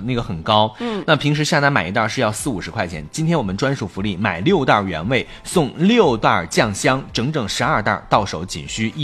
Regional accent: Henan, China; 让我觉得作为河南人特别的光荣。

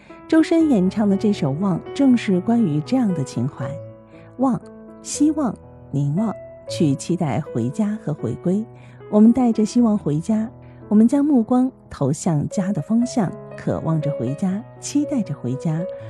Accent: China; 在我们中国，春节是非常重要的事情

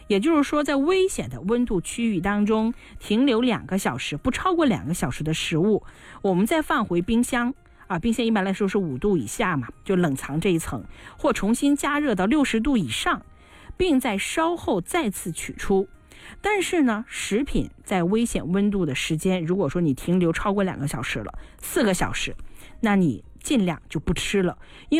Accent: Inner Mongolia, China; 像我是内蒙古的，我们内蒙古它有传统的奶茶，它就是咸的。我们从小喝的奶茶就是咸的，根本不是甜的。

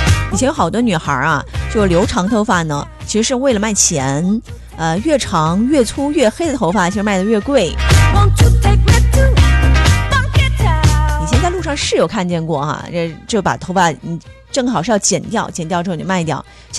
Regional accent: Guiyang, Guizhou, China; 反正以前我小的时候在家里那边，因为我们家是贵阳，特别爱吃这种豆腐脑

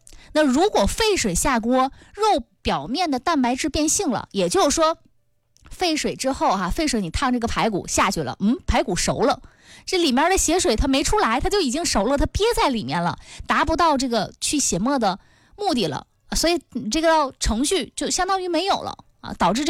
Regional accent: Yingkou, Liaoning, China; 还有就是我们东北人，我们营口人爱吃的盐水虾

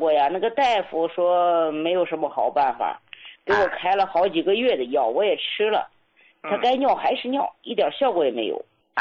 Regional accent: Shandong, China; 我是山东人，今年68了，是咱胡家老糕的受益者。

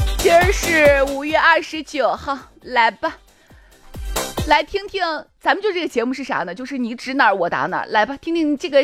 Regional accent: Shaanxi, China; 我们陕西人

